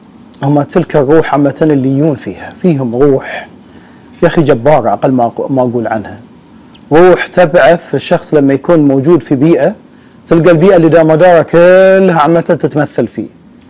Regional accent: Bahrain; moved away as an adult; now in Malaysia; إحنا عندنا تنوع في البحرين

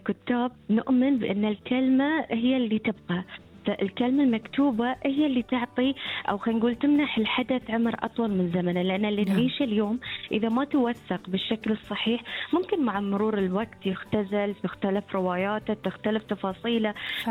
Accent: Bahrain; اللي نتميز فيه إحنا كبحرينيين

